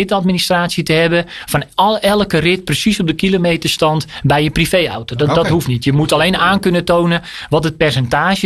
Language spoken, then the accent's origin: Dutch; North Holland, Netherlands; Maar er zijn zat bouwvakkers in West-Friesland, waar ik vandaan kom.